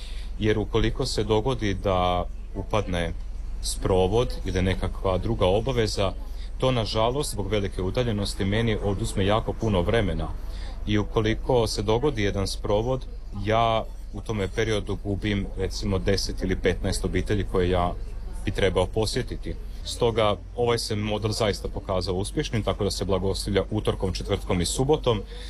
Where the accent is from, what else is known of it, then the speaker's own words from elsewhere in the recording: Croatia; now in Adelaide, Australia; Redovni blagoslov kuća se obavlja otprilike u istome terminu kada je kod nas u Hrvatskoj